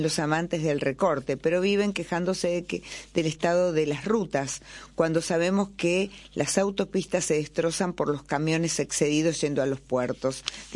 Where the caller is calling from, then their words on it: La Plata, Buenos Aires Province, Argentina; de La Plata.